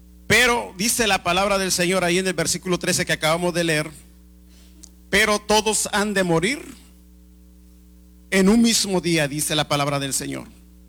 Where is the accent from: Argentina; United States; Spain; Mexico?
Mexico; moved away; yo que vengo de México